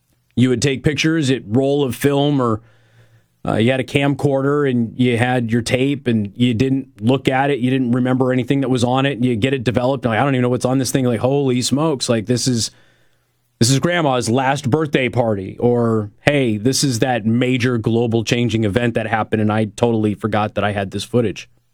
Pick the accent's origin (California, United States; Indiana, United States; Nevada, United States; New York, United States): Nevada, United States; Las Vegas; I grew up in Las Vegas.